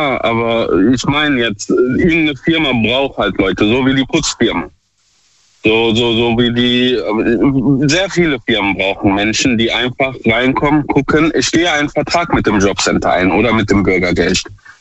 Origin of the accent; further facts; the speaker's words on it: Duisburg, North Rhine-Westphalia, Germany; Ich komme aus Duisburg.